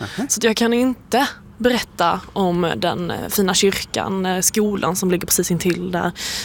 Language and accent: Swedish; Landskrona, Skåne, Sweden; accent: Scanian